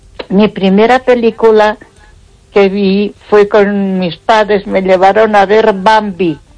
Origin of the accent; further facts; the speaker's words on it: Ponferrada, Castile and León, Spain; Buenas noches, Esther. … de Ponferrada.